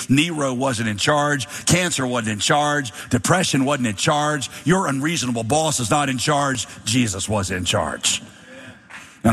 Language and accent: English; Winston-Salem, North Carolina, United States; moved away; I grew up in Winston-Salem. That was my home city. The time I was two, went to college, Winston-Salem. And so I got saved there when I was 16.